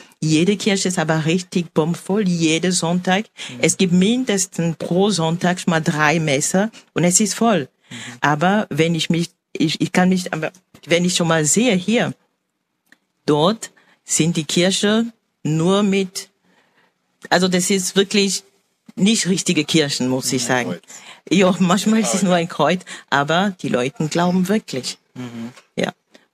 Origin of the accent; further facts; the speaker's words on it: Cameroon; moved away as an adult; now in Gleisdorf, Austria; ich komme ursprünglich aus Kamerun. Wir haben uns mal kennengelernt über Internet und ich bin seit 8 Jahren schon hier in Gleisdorf.